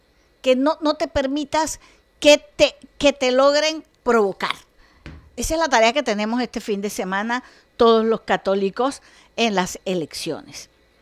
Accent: Colombia; Todos somos colombianos

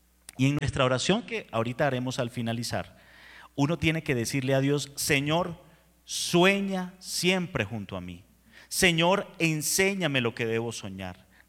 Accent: Venezuela; moved away as an adult; now in Colombia; yo soy venezolano, resumen para los que no me conocían, cuando llegué a Colombia hace 8 años, yo, ¿qué hago en este país? ¿Para qué llegué a este país? Yo no quiero estar aquí, yo quiero estar en mi país aún así de mal como está.

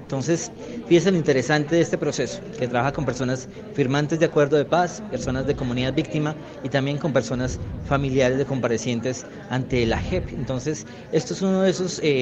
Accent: Colombia; podamos volver a encontrarnos como colombianos

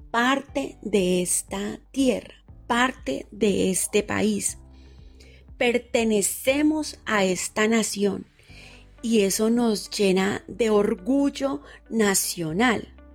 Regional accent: Colombia; somos colombianos

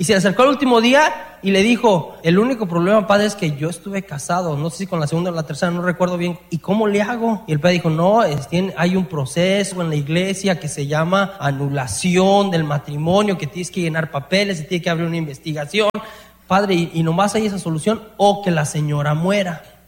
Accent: Mexico; now in United States; muchos de los que venimos de México, venimos por el sueño americano y de hacer más y tener más

